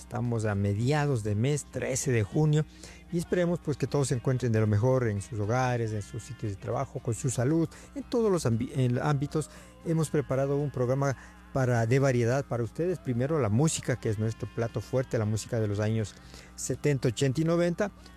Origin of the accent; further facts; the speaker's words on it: Ecuador; le mandamos nuestra mejor vibra como ecuatorianos